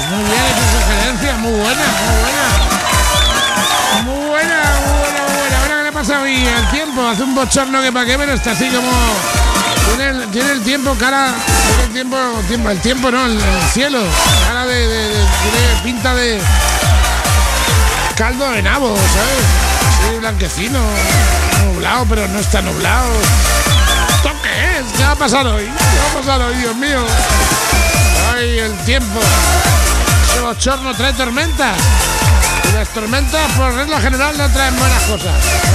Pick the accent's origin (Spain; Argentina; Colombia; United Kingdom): Spain; Cuenca, Castilla-La Mancha; Soy de Cuenca.